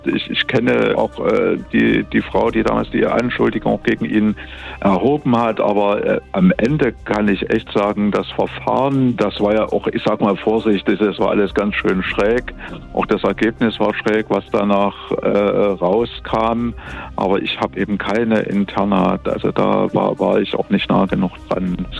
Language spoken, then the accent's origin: German; Dresden, Saxony, Germany; born there; Ja, ich bin ja kein Thüringer. Ich bin ja gebürtiger Dresdner